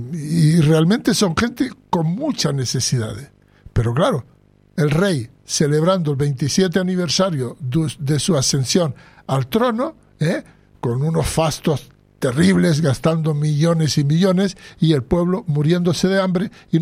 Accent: Western Sahara; Nosotros entendemos perfectamente, porque conocemos ya el ente marroquí y sabemos cómo Marruecos trata a los saharauis, que nunca hemos sido marroquíes, que son unos extranjeros que han ocupado nuestra tierra

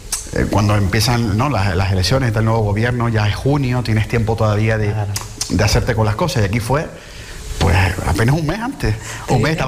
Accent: Las Palmas de Gran Canaria, Canary Islands, Spain; por servir a la gente de mi ciudad. Porque amo Las Palmas de Gran Canaria, soy orgulloso de donde soy.

